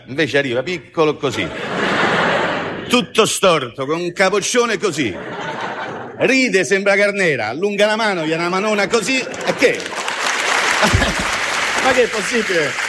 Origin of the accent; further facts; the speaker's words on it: Rome, Lazio, Italy; Io sono romano